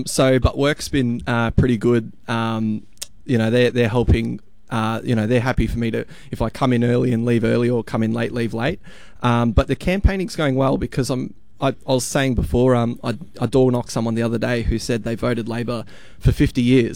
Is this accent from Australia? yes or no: yes; Werribee, Victoria, Australia; so born and bred Werribee local, so I know exactly what we have to deal with on a daily basis. So I grew up in Hobbs Crossing, just near Bellbridge Primary School.